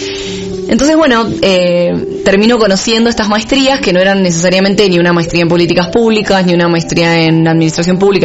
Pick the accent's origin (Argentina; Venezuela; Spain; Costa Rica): Argentina; Buenos Aires; moved away; yo soy argentina, tengo 32 años, fui nacida y criada, digamos, en Buenos Aires, por una familia de emprendedores.